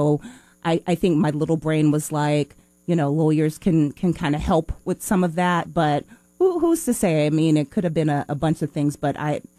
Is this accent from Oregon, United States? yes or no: no; Miami, Florida, United States; born there; moved away as an adult; also born or lived in Kingston, Jamaica; now in Seattle, United States; I was born in Kingston, Jamaica. That's where most of my family still lives. I immigrated to the United States at 7. My family, my mom and dad mainly, still live in Miami, Florida. So that's where I went to like middle school and high school.